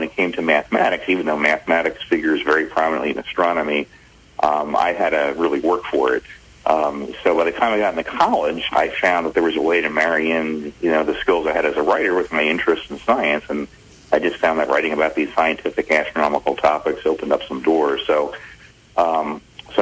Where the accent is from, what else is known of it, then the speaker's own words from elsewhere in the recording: New Jersey, United States; Well, I'm a creature of the Northeast. I was born and raised in New Jersey.